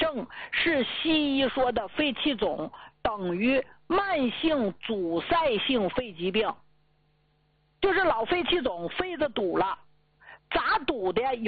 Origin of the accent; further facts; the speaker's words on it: Jilin, China; 咱都本乡本土的家乡人啊，我就是咱们吉林地区出来的啊。